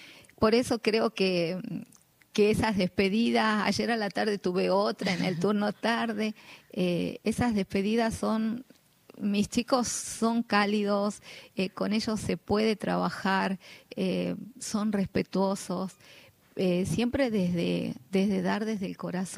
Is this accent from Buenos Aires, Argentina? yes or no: no; Moreno, Jujuy, Argentina; yo soy de Moreno en realidad, yo vivo en Moreno.